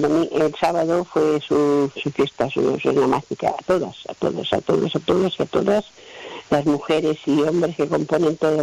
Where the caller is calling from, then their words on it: Palma, Balearic Islands, Spain; Hola Manu, buenos días … de Palma.